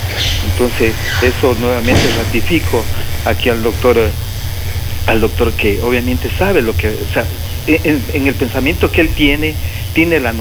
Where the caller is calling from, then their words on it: Catacocha, Loja, Ecuador; Le estoy llamando desde Paltas, mi estimado.